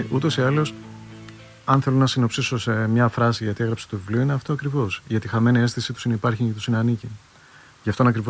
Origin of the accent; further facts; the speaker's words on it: Central Greece, Greece; Ευρυτανία, είμαι Ευρυτάνας